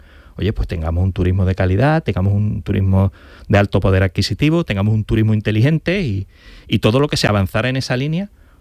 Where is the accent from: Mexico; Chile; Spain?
Spain; Andalusia; yo soy gaditano y en la costa de Cádiz hay muchos sitios maravillosos